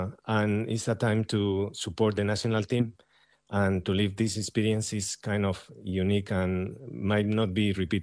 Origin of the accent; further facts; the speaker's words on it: Spain; English is a second language; moved away as an adult; now in United States; growing up in Spain, football was everywhere. So I was not big, really a big fan of football, but I came here to the US.